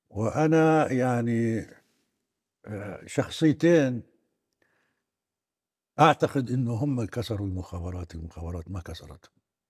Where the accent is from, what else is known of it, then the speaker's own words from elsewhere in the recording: Palestine; أنا يعني اشتغلت فترة بحياتي بإذاعة الثورة الفلسطينية كانت في درعا